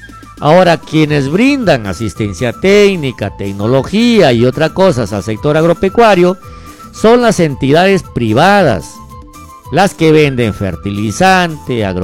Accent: Bagua Grande, Amazonas, Peru; Yo desde mi niñez, yo he nacido en una parcela de arroz. Arroz, café, cítricos, mangos, huerta. Soy de Bahua Grande, natural.

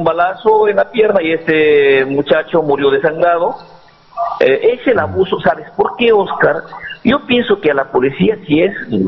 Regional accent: San Juan de la Libertad, Amazonas, Peru; en San Juan no va, mira, en mi pueblo.

